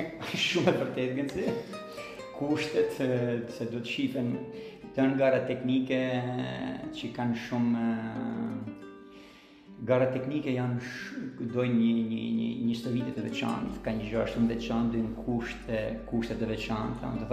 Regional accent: Shkodër, Shkodër County, Albania

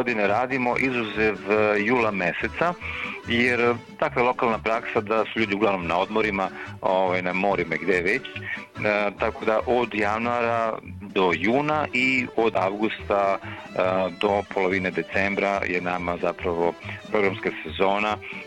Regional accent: Ćićevac, Šumadija and Western Serbia, Serbia; also born or lived in Belgrade; Vratio sam se u svoj zavičaj pre 5 godina, ja sam inače iz Ćićevca, nisam dugo živeo tu, živeo sam u Beogradu i školovao se tako redom.

